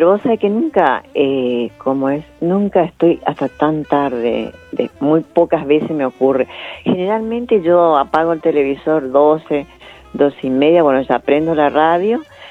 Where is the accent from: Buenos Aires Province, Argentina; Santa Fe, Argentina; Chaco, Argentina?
Chaco, Argentina; Del Chaco.